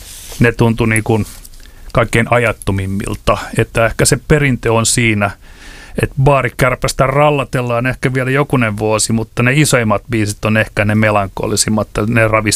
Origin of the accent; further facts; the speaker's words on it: Helsinki, Uusimaa, Finland; mähän olen tällainen stadilainen jäärä